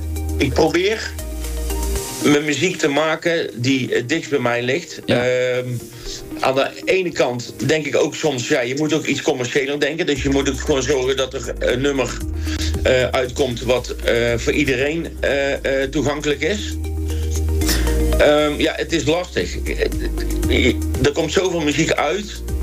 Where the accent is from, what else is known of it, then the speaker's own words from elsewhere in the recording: North Brabant, Netherlands; born there; also born or lived in Goeree-Overflakkee; Ik ben geboren op het mooiste eiland van Nederland, op Goeree-Hoogvlakke. Maar ik woon al bijna heel mijn leven in Brabant. 41 jaar.